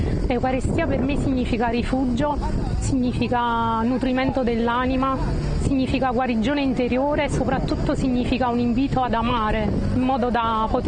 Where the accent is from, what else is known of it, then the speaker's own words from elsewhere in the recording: Naples, Campania, Italy; vengo da Napoli.